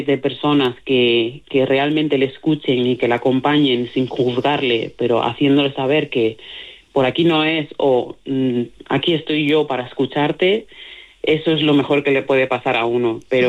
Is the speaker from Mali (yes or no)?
yes; Mali; Spanish is a second language; ahora no me acuerdo prácticamente de mi dialecto, hablo mejor el castellano y el gallego que mi propio dialecto, uh-huh. y la suerte que tengo es que tengo una pareja maravillosa que también es de Mali